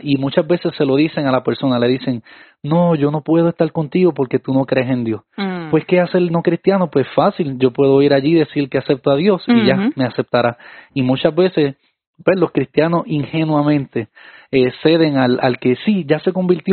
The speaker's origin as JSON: {"language": "Spanish", "country": "Puerto Rico", "said": "por lo menos en mi país, en Puerto Rico"}